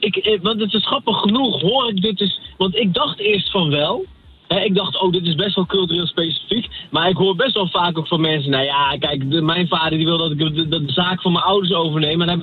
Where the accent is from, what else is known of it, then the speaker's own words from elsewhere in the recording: North Brabant, Netherlands; Maar ik ben zelf ook uit Brabant.